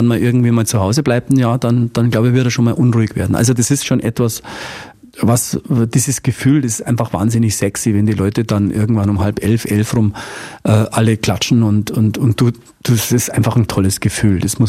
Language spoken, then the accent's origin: German; Munich, Bavaria, Germany; da, wo ich herkomme, Münchner Hasenbergl, also der Norden des Münchens, das war sehr FC Bayern gebrandet